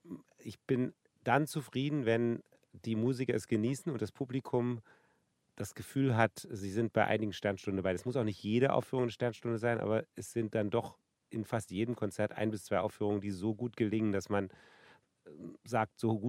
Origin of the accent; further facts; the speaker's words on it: Berlin, Germany; Ein Album zu meiner Jugend in Ost-Berlin.